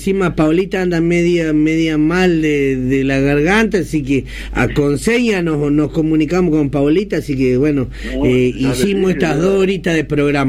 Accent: Yacuchiri, Santiago del Estero, Argentina; yo soy de los pagos de Yacuchiri, departamento Atamisqui.

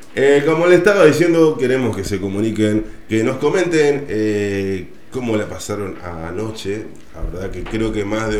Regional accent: Argentina; yo también voy a rescatar esto de nosotros los argentinos.

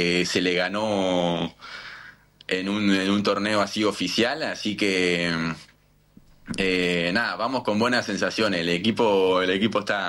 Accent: Argentina; Somos argentinos de pie a cabeza

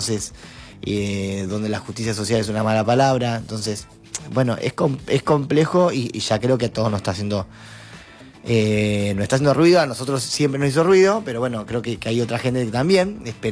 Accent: Argentina; y somos argentinos y somos futboleros.

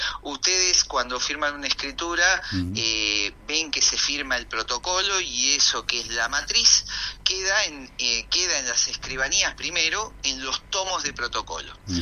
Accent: Mar del Plata, Buenos Aires Province, Argentina; Yo soy de Mar del Plata

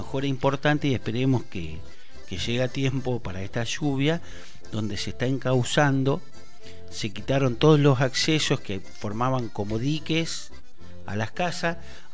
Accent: Paraná, Entre Ríos, Argentina; yo en realidad soy de Villa Almendral.

